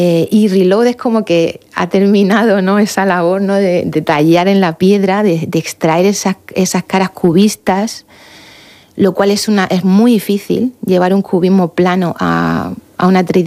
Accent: El Palmar, Region of Murcia, Spain; Murcia siempre me ha acogido muy bien en mi tierra, yo soy del Palmar y pues es bonito, ¿no?, regresar después han sido casi 20 años

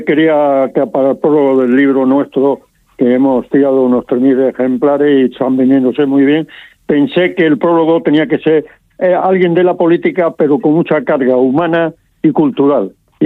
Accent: Marbella, Andalusia, Spain; born there; also born or lived in Algeria / Morocco; now in Murcia, Spain; Sí, mi padre, nosotros, vamos, somos andaluces, originarios. Yo he nacido en Marbella, pero bueno, toda mi vida como periodista, corresponsal de la agencia, he vivido mucho fuera de España, en Argelia, en Marruecos

